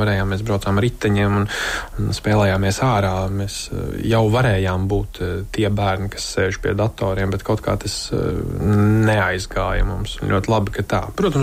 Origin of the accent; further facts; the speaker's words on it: Riga, Latvia; Es esmu dzimis un audzis Rīgā